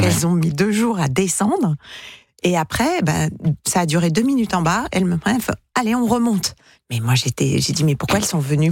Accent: Normandy, France; Alors, en tant que Normande, quand même.

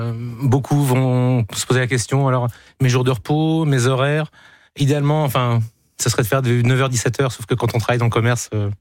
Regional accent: Pays de la Loire, France; now in Île-de-France, France; Je suis originaire de Vendée, oui, mais j'habite en Île-de-France.

